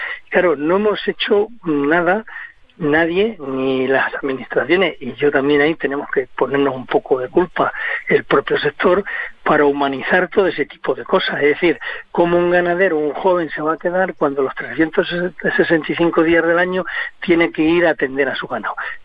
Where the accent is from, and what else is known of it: Spain